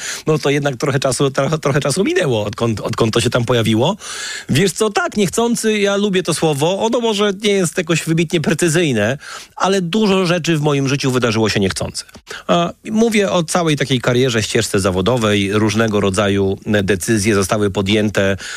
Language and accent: Polish; Wrocław, Lower Silesian Voivodeship, Poland; We Wrocławiu z racji urodzenia na początku lat 80. wychowywałem się